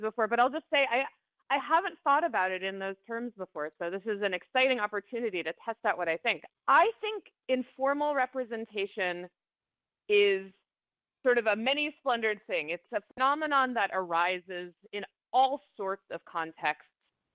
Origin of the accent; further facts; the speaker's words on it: United States; I grew up in the United States.